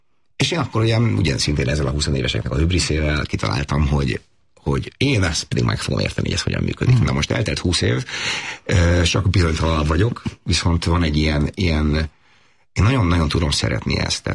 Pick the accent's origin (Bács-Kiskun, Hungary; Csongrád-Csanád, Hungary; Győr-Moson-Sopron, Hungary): Győr-Moson-Sopron, Hungary; Sopron; born or raised there